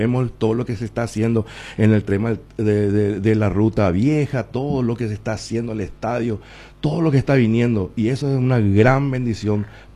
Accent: Coronel Oviedo, Caaguazú, Paraguay; Sí, yo soy de Coronel Oviedo.

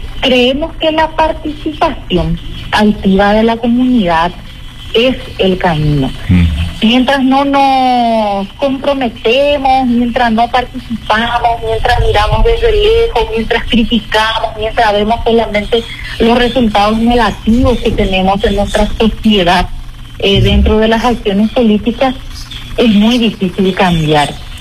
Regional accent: Paraguay

